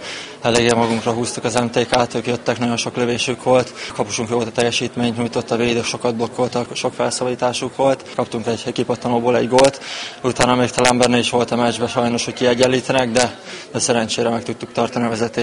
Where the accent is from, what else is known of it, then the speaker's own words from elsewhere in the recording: Paks, Tolna, Hungary; Paksi srác vagyok, szóval én itt is nevelkedtem